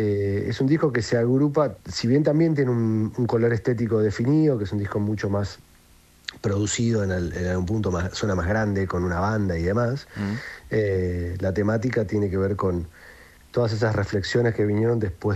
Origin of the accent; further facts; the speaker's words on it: Bella Vista, Buenos Aires Province, Argentina; Yo me crié en Bellavista, provincia de Buenos Aires, que es zona noroeste, digamos, en el partido de San Miguel.